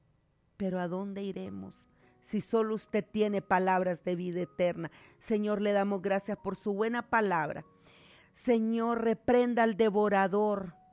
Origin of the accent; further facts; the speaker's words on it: Honduras; nuestra nación, de Honduras